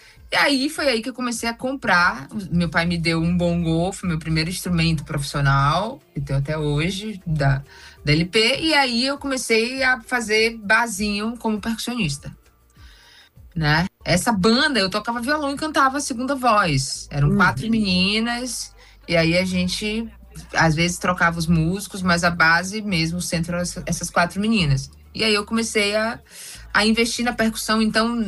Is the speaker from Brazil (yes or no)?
yes; Salvador, Bahia, Brazil; a primeira vez que eu saí de Salvador, assim, né, para trabalhar, foi com … Isso lá em 98, 99.